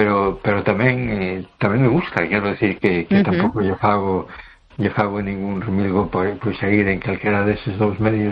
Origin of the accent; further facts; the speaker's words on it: A Coruña, Galicia, Spain; Boa noite … … de Coruña.